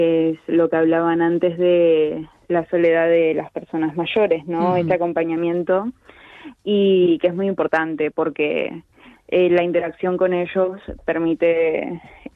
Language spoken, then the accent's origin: Spanish; Argentina; porque si bien yo soy argentina, mi familia toda de España, y ella es manchega y mi papá también era manchego